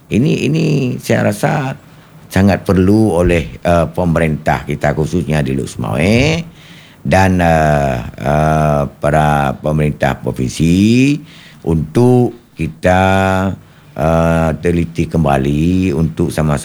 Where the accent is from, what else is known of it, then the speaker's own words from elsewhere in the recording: Aceh, Indonesia; negeri kita Aceh ini